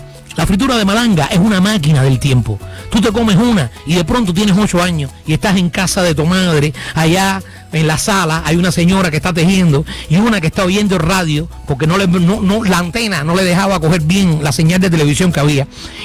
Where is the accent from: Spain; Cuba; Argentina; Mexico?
Cuba; moved away; Nosotros salimos de Cuba. Bueno, Cuba nos sacó de donde no debíamos haber salido nunca.